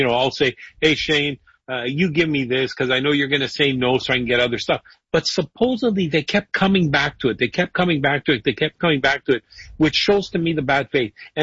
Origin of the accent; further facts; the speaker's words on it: Quebec, Canada; Well, what happened was, because I'm from Quebec, I saw things a little differently, right?